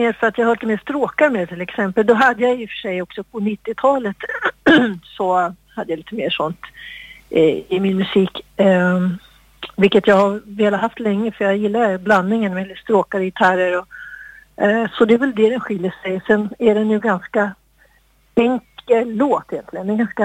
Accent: Jämtland County, Sweden; moved away; jag kommer ju också från Jämtland från början.

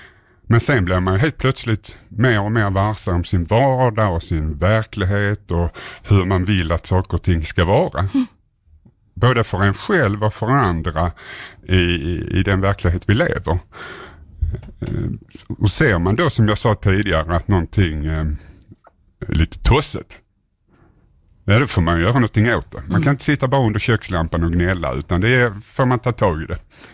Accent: Svedala, Skåne, Sweden; also born or lived in Umeå; now in Malmö, Sweden; jag är uppvuxen också i Myllan, fast på andra sidan kommungränsen i Svedala kommun. Jag bodde där längs 108 vid slottet ungefär, på den sidan där. Och som tonåring flyttade jag in till Malmö.

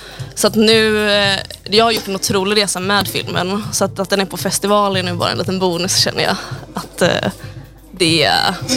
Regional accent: Gothenburg, Västra Götaland County, Sweden; Jag är från Göteborg och fick ett samtal om jag ville vara runner på en inspelning.

